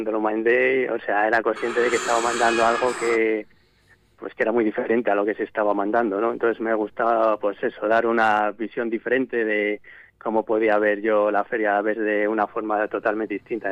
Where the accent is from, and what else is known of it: Burgos, Castile and León, Spain